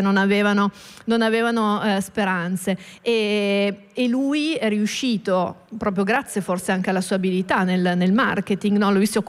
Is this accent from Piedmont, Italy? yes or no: yes; Turin, Piedmont, Italy; io sono di Torino